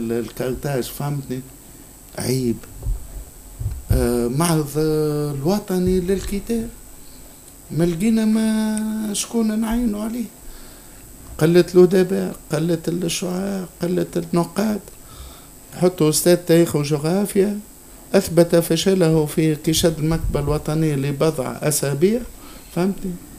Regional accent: Tunisia

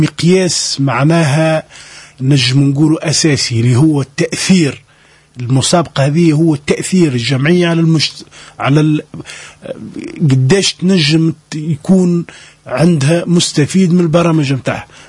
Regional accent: Tunisia; احنا في تونس

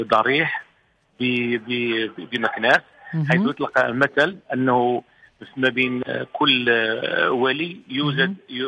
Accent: Morocco; بالنسبة لنا كمغاربة

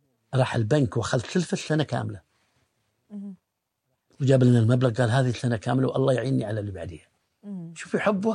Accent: Bahrain; احنا عندنا في البحرين نذكر ثنتين

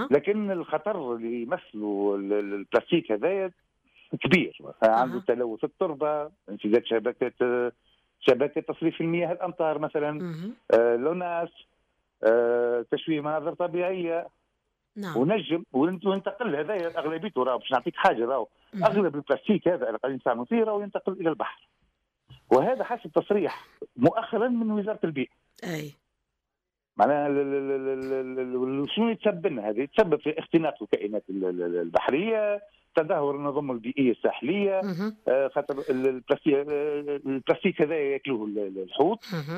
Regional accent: Tunisia; موجودة عندنا في تونس

